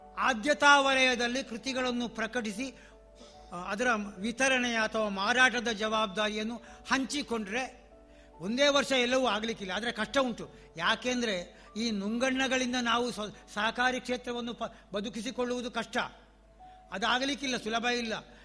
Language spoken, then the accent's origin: Kannada; Karnataka, India; born there; ಒಂದೆಡೆಯಲ್ಲಿ ತುಳುನಾಡು ತಾಯಿ ಇದ್ಲು, ಇನ್ನೊಂದರಲ್ಲಿ ಕನ್ನಡ ತಾಯಿ ಇದ್ಲು. ಹಾಗಾಗಿ ಕನ್ನಡ ತಾಯಿಯ ತುಳುದೇವಿಯ ಎರಡು ಮಕ್ಕಳ ಆರೈಕೆಯಲ್ಲಿ ನಾನು ಬೆಳೆದಿದ್ದೇನೆ.